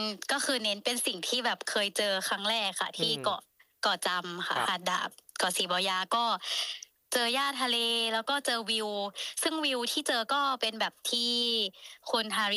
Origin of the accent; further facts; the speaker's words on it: Bangkok, Thailand; ไม่ได้เป็นคนกระบี่ค่ะก็คือเป็นคนกรุงเทพค่ะ